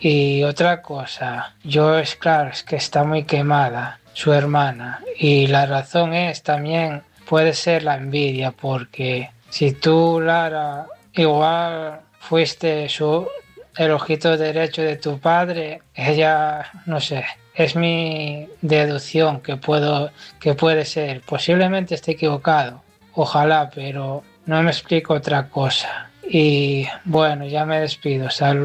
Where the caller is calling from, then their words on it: Asturias, Spain; de Asturias.